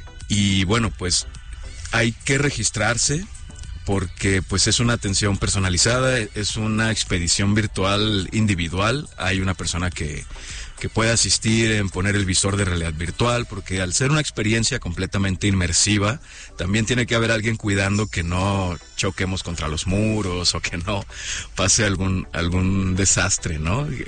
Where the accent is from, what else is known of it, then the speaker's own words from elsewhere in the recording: Monterrey, Nuevo León, Mexico; moved away as an adult; Yo soy de Monterrey, yo nací en Monterrey, casi toda mi vida me vi rodeado de estas montañas y me dio una nostalgia infinita por el noreste, por la tierra donde yo siento mis raíces